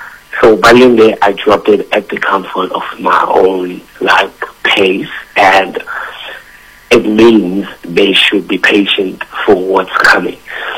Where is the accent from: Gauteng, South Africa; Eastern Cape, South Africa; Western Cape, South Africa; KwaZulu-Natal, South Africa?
Gauteng, South Africa; Daveyton; I'm from Davidson, grew up in Davidson.